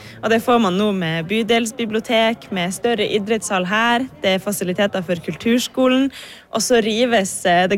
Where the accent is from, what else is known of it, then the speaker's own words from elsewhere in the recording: Trondheim, Trøndelag, Norway; Vi som har vokst opp her og gått på skole her